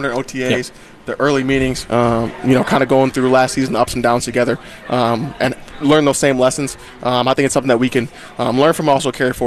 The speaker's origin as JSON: {"language": "English", "region": "Midwest", "country": "United States", "tie": "born or raised there", "said": "Growing up in the Midwest"}